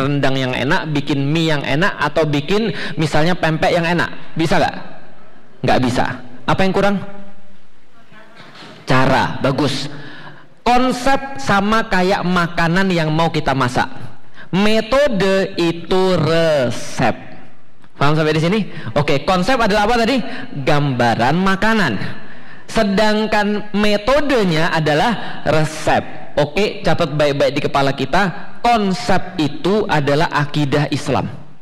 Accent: Palembang, South Sumatra, Indonesia; now in Jakarta, Indonesia; Contoh, saya tuh orang Palembang. Karena saya orang Palembang, dari kecil saya makan pempek sama cuka.

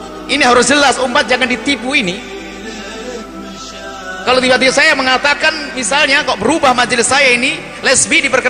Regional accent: East Java, Indonesia; Gus ini satu paham dari Jawa Timur, saya Jawa Timur.

